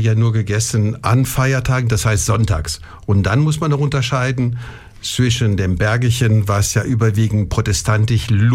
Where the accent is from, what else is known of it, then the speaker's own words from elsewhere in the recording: Grand Est, France; Die Natur, weil sie erinnert mich an meine Heimat.